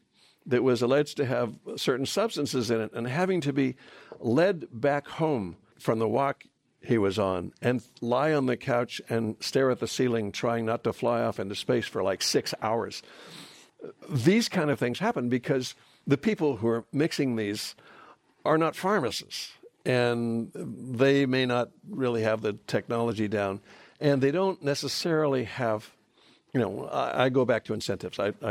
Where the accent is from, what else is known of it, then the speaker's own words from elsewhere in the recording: California, United States; I grew up in Southern California. Marijuana was something that Mexicans used and that black jazz musicians used and things like that.